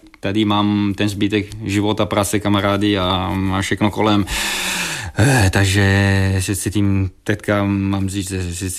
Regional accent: Bergamo, Lombardy, Italy; Czech is a second language; moved away as an adult; now in Czech Republic; Já jsem mrdý, že jsem z Bergama, pořád jsem mrdý, že jsem Ital, i když tady chci bydlet a možná získat občanství, ale si myslím, že pořád já budu Ital

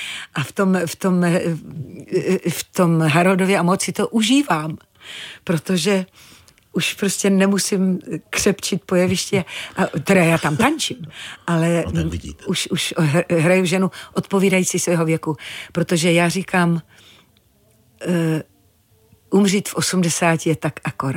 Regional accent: Zlín Region, Czechia; A takže říkám, že jsem hrdý Valach, ano.

